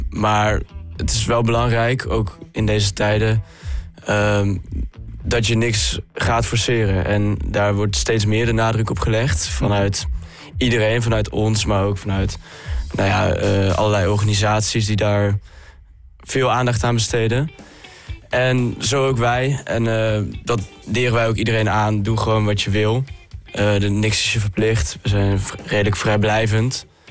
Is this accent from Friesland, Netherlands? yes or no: no; North Brabant, Netherlands; moved away as an adult; Zelf kom ik uit Brabant, dat is een eindje weg.